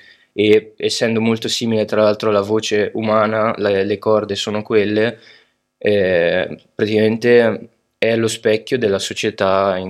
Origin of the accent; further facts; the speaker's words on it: Brazil; moved away; io sono del Brasile